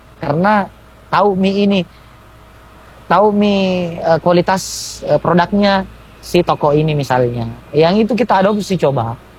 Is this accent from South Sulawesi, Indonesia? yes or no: yes; South Sulawesi, Indonesia; kita sebagai orang Bugis Makassar